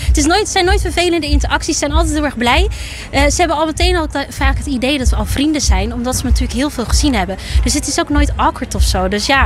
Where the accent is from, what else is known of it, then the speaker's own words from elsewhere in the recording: Rotterdam, South Holland, Netherlands; born there; Ik kom officieel uit Rotterdam geboren.